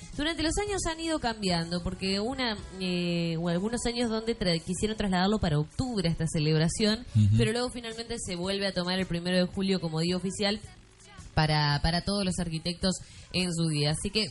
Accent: Argentina; Somos mejores los argentinos

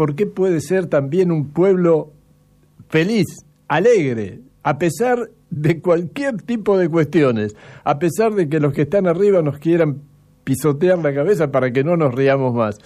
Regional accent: Argentina; Difícil ser como un argentino.

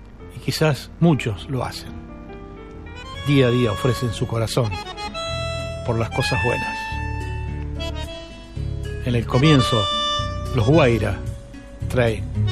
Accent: Argentina

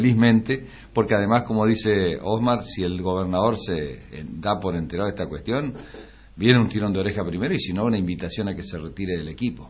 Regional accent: Villa Ángela, Chaco, Argentina; tocaste a alguien de Villa Ángela, de mi pueblo además

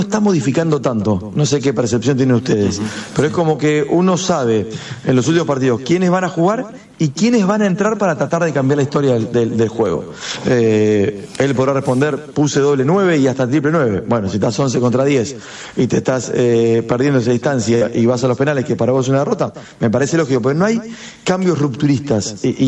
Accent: Argentina; somos argentinos

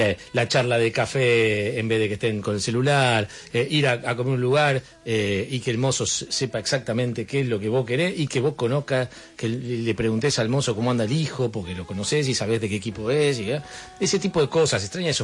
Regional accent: Argentina; a lo que somos los argentinos.

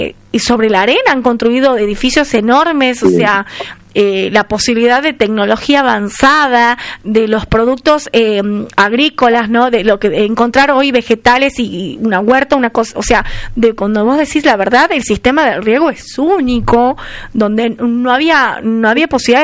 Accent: Argentina; nosotros sabemos que somos argentinos y que amamos nuestro país

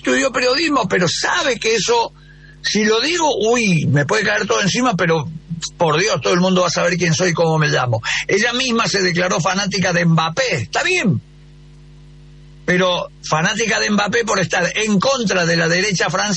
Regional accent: Argentina; Todos los argentinos vamos a estar frente al tele.

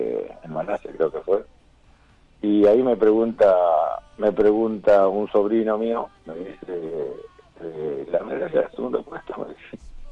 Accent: Tucumán, Argentina; moved away; Somos tucumanos

